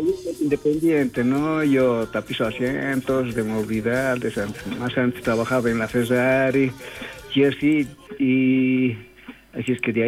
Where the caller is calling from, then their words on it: Oruro, Bolivia; Yo soy orureño, boliviano, 1000 veces, 100.000 veces boliviano